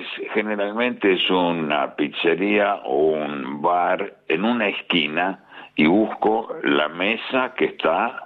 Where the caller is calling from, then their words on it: Buenos Aires, Argentina; de la República de Barracas.